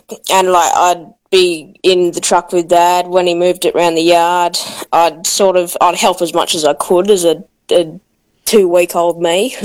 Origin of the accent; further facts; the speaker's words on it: Newcastle, New South Wales, Australia; born there; I was born in Berrisfield, Newcastle